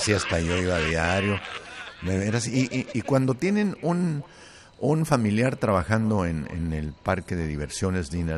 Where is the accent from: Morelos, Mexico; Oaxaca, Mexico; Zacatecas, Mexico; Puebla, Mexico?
Zacatecas, Mexico; Tlaltenango; now in United States; nosotros los que somos de Tlaltenango